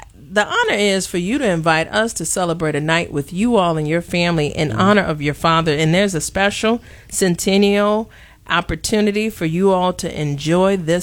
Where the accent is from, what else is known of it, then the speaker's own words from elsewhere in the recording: Chicago, Illinois, United States; I actually grew up in Bronzeville.